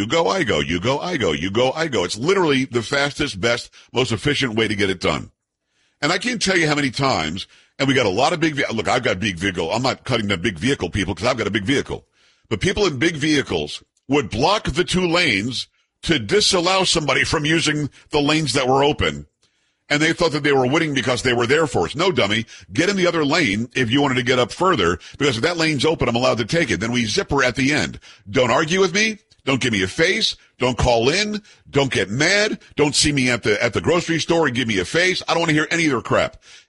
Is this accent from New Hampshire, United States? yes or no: no; Florida, United States; born or raised there; also born or lived in New York